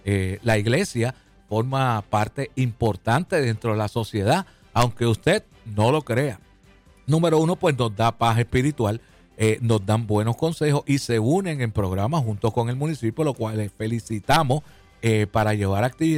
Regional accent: Puerto Rico; nos criamos juntos en un sentido, ¿verdad? Somos de Mamella.

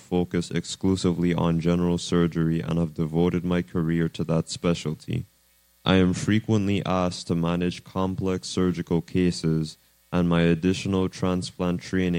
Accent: St. Thomas, U.S. Virgin Islands; moved away as an adult; I was born and raised on St. Thomas, U.S. Virgin Islands. After leaving the Virgin Islands to attend college in Michigan

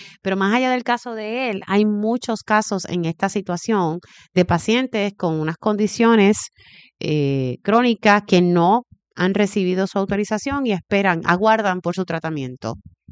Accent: Puerto Rico; yo amo a mi tierra, mi país, es hermoso y sí. Mi gente es hermosa.

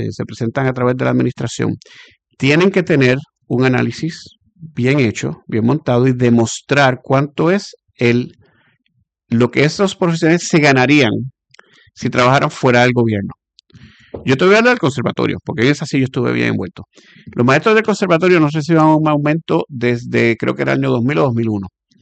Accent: Puerto Rico

